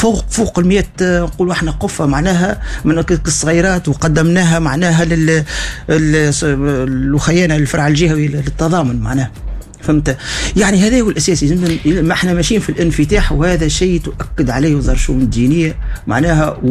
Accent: Tunisia; خيرة الدكاترة اللي عندنا في تونس

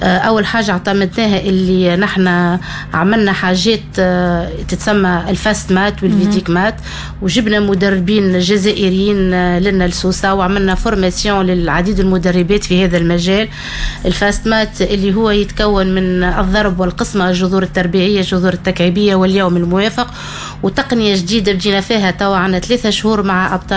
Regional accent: Tunisia; نحن كفريق تونسي وإني كمنسقة للفريق التونسي

